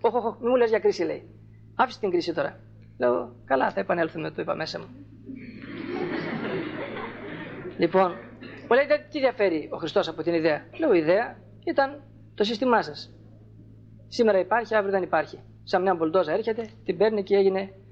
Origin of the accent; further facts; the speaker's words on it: Thessaly, Greece; γιατί εμείς οι Θεσσαλοί, γιατί είναι και πατριώτης μου, είμαι Θεσσαλός.